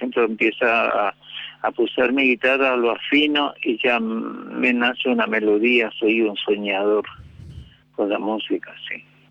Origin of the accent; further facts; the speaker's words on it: Ituzaingó, Corrientes, Argentina; now in Posadas, Argentina; De la música del litoral, soy de Ituzaingó, Corrientes, de sí, la provincia de Corrientes, allá radicado en Posadas.